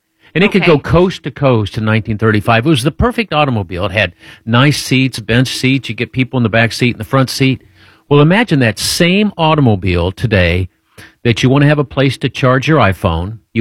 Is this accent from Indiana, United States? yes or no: yes; Speedway, Indiana, United States; moved away; growing up in Speedway, Indiana